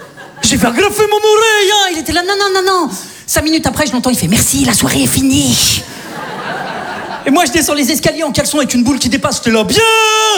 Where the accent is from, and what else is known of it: Saint-Étienne, Auvergne-Rhône-Alpes, France